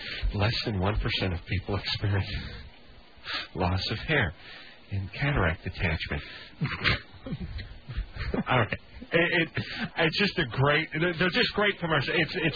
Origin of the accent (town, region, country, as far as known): North Hollywood, California, United States